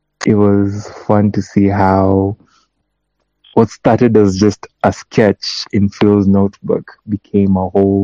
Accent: Kisumu County, Kenya; from Kisumu County

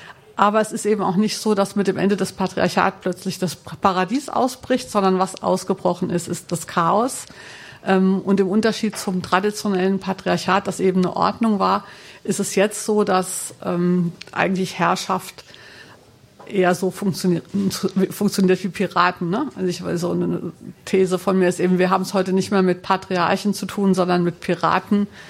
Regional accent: Frankfurt, Hesse, Germany

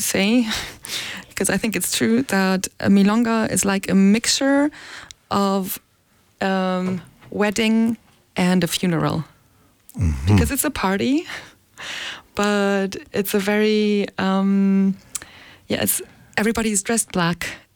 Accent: Hamburg, Germany; born there; English is a second language; also born or lived in Transylvania, Romania; So I speak Romanian with my dad, who's Hungarian. I used to speak Hungarian with him until I was about 6 years old, because we moved from Transylvania to Germany, to Hamburg.

